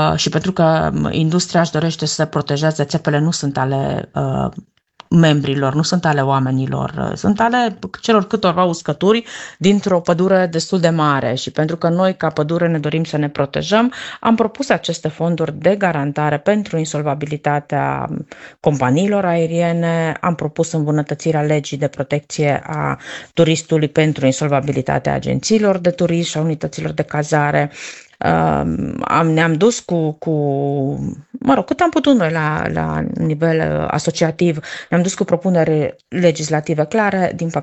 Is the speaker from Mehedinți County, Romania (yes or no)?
no; Baia Mare, Maramureș County, Romania; eu sunt din Baia Mare